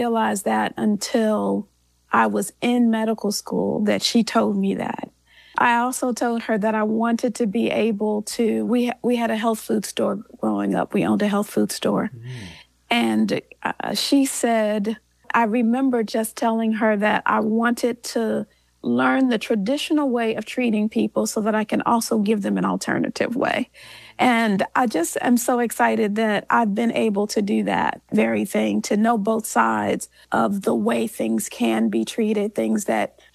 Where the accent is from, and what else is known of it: Gary, Indiana, United States; born or raised there